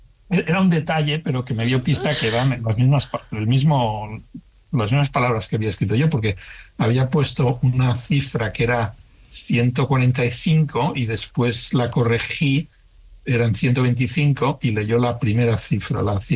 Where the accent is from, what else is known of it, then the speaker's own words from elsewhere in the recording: Spain; moved away; lo que llevo haciendo toda mi vida en ciencia desde que salí de España, es precisamente esto, fabricar nuevos métodos para estudiar el cerebro.